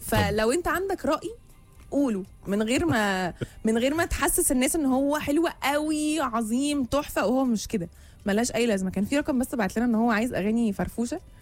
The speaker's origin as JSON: {"language": "Arabic", "region": "Upper Egypt", "country": "Egypt", "said": "وانا كمان من الصعيد وعمري ما اكلت كده ابدا ابدا"}